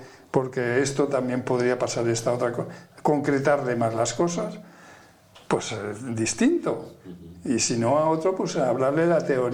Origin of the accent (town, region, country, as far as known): Aragon, Spain